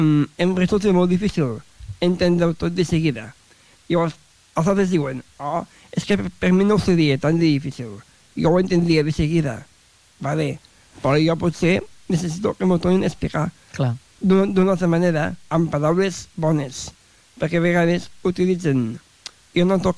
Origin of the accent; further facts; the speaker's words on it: Tàrrega, Catalonia, Spain; jo soc de Tàrrega.